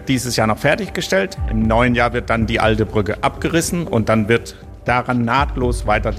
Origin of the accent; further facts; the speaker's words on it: Schleswig-Holstein, Germany; Ich bin als Schleswig-Holsteiner darüber erleichtert